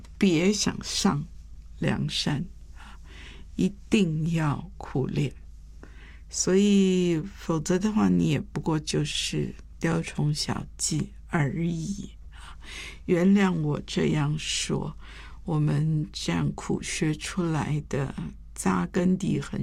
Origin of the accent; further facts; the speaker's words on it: Taiwan; 我在这个眷村里面长大的时候，